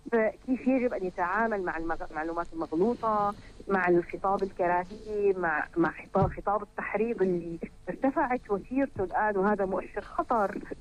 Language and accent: Arabic; Syria; شو اللي بيجمعنا نحن كسوريين،